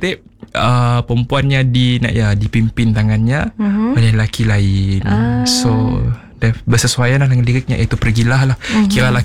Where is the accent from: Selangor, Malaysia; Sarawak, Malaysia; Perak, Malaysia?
Sarawak, Malaysia; Kuching; now in Bintulu, Malaysia; Kami berasal daripada Kuching, Sarawak.